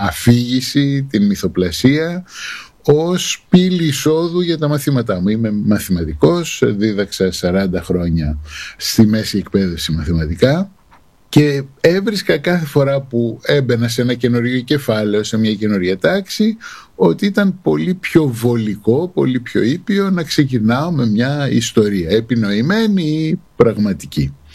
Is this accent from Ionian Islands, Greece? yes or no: no; Athens, Attica, Greece; Έχω γεννηθεί στην Αθήνα, οι γονείς μου ήρθαν να σπουδάσουν μετά τον πόλεμο και μείνανε στην Αθήνα, οπότε εγώ μεγάλωσα στην Αθήνα.